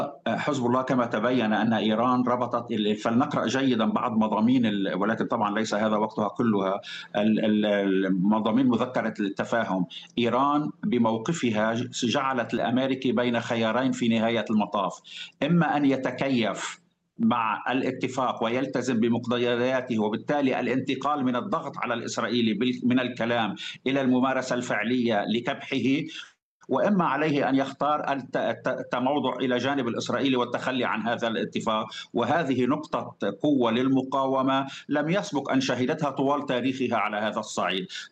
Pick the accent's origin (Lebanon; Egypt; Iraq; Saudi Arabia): Lebanon; إلا عندنا في لبنان